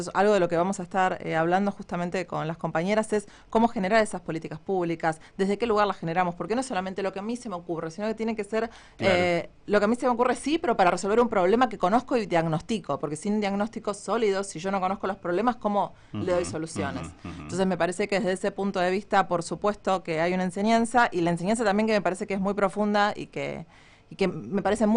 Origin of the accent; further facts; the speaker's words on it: Argentina; nuestra identidad nacional como argentinos